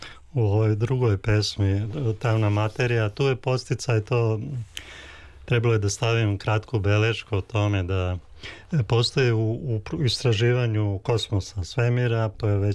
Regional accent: Prijedor, Republika Srpska, Bosnia & Herzegovina; u ambijent u kojem sam ja odrastao. Ja sam iz Prijedora, imaju dve reke, i ta jedna reka manja, Gomjenica, koja izvire inače u Kočićevom kraju

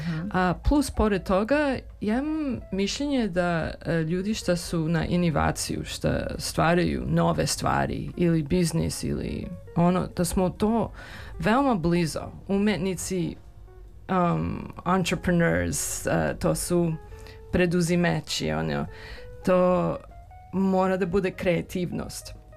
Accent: Serbia; ja nisam Romkinja, ja sam Srpkinja

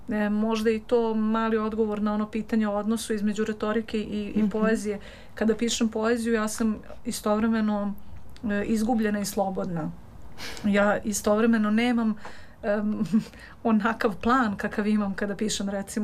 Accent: Belgrade, Serbia; kao što je ljubav prema zemlji, tako i prema Beogradu, koji je moj zavičaj

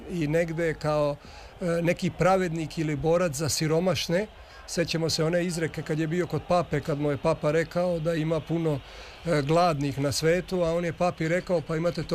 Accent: Dalmatia, Croatia; Pa znate kako, ja dolazim s podneblja gde je ta kultura fudbala, ja sam Dalmatinac, moje vaspitanje je usmerio Hajduk iz Pluta.

